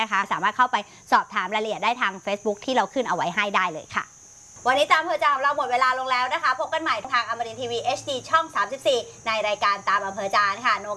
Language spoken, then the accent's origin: Thai; Southern Thailand, Thailand; ไม่ได้เราเป็นคนใต้